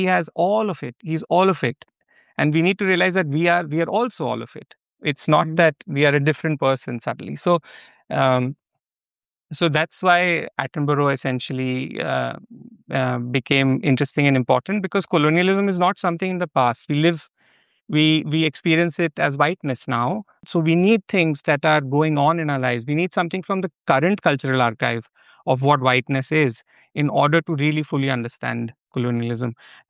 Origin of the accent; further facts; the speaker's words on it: India; moved away as an adult; now in Netherlands; I grew up in India and I was in the Netherlands